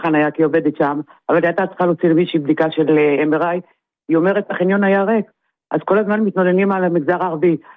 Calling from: Central Israel, Israel

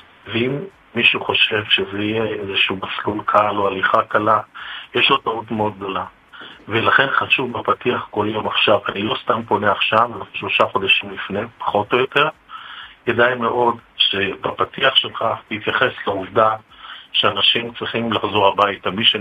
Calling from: Tel Aviv, Tel Aviv District, Israel; אני גר ברמת אביב, אני גר בתל אביב

